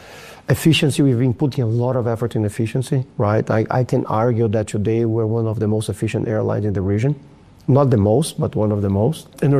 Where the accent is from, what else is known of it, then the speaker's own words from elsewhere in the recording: Brazil; moved away; I come from Brazil, right?